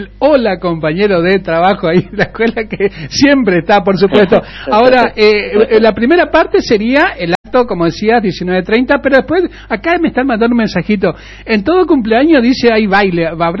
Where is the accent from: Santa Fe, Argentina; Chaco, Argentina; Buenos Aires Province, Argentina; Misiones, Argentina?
Chaco, Argentina; Charadai; mi productor, como sabe que soy de Charaday, siempre lo nombro a Charaday